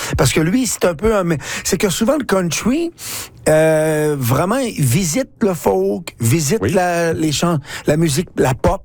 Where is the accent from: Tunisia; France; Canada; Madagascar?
Canada; Quebec; now in Calgary, Canada; moi, j'ai grandi au Québec